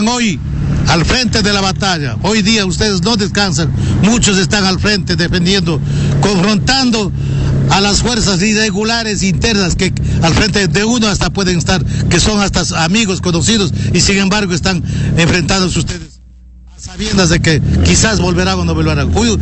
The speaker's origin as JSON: {"language": "Spanish", "country": "Ecuador", "said": "Nosotros tenemos que luchar como ecuatorianos"}